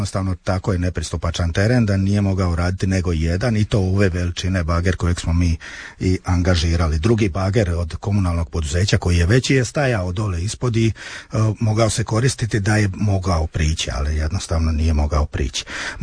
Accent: Vrpolje, Brod-Posavina County, Croatia; Ja to područje poznajem, jer ja sam iz Vrpolja, pa poznajem područje, to spada pod Vrpolje.

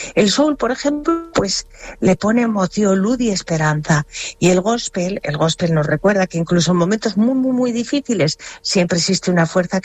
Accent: Basque Country, Spain; moved away; es un homenaje a mis raíces vascas.

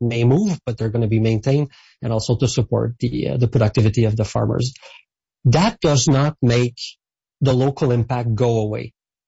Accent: Saint-Hyacinthe, Quebec, Canada; I come from a farmer region myself. I was raised in Saint-Hyacinthe, which is the capital of the agricultural world in Quebec, so I know that reality.

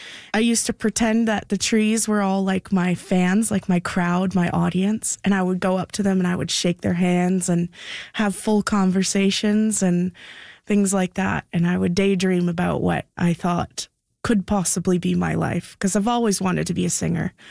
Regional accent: South River, Ontario, Canada; I grew up in a little cabin. We are from South River, but we're about 45 minutes outside of the town in an unorganized township called Lount.

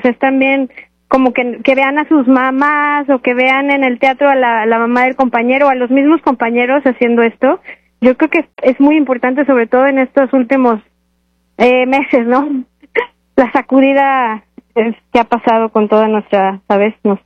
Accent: Mexico; moved away; todas somos mexicanas

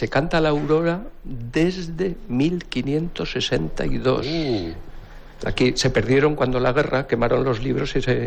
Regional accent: Tardienta, Aragon, Spain; now in Huesca, Spain; es mi pueblo, es mi vida, es mi todo, Tardienta. Yo sin Tardienta no sabría vivir. Mi mujer me dice, ¿cuánto te das para Tardienta? Digo, pues es que es lo mío, es... Nací aquí, vivo

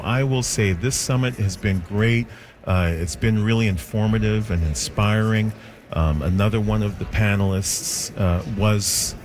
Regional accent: Canada; So it's cool that being a Canadian artist is coming into form these days.

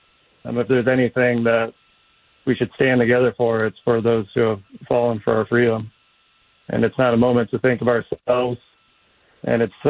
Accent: Nebraska, United States; Yeah, so I'm from Nebraska, and actually a lot of the schools here still do the Pledge of Allegiance, and my school did when I was growing up.

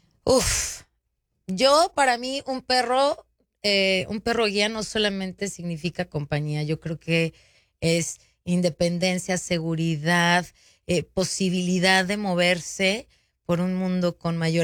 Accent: Mexico; es padrísimo decir soy mexicana

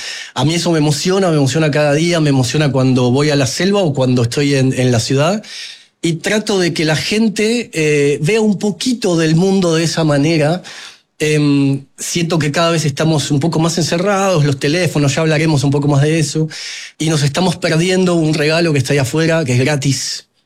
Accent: Argentina; yo soy de Argentina

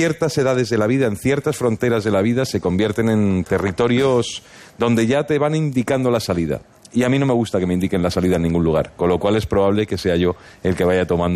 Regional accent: Madrid, Community of Madrid, Spain; los que somos de Madrid también tenemos a veces esa sensación

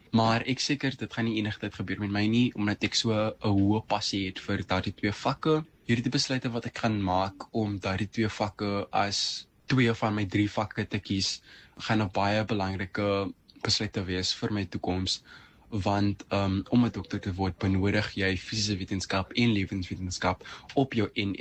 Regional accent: Strand, Western Cape, South Africa; ek is van Strand in die Helderberg.

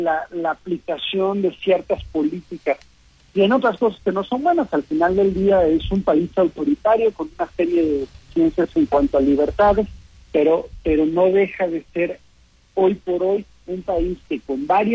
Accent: Mexico; como a veces vemos que en México tratamos de inventar

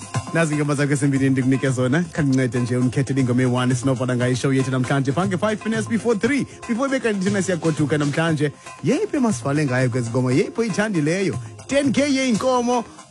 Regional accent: Tanzania; I'm filmmaker from Mtanzani.

